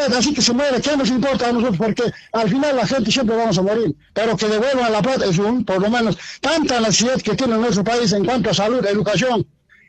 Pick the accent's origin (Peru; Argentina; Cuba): Peru; así somos los peruanos